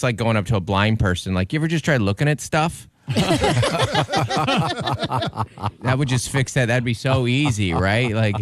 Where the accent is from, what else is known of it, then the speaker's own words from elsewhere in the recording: Seattle, Washington, United States; Growing up in Seattle, I was like 20 years old and married and just like a rainy, dark road and I'm squinting over the wheel.